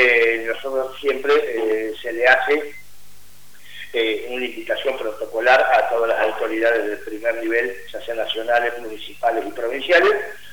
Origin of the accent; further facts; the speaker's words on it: Buenos Aires, Argentina; yo soy de la Pichela, ¿no? Venir hace 50 años a Bolívar de la Rural, veníamos a tomar helado, porque en la Pichela no había, en septiembre, y a comer tortas fritas.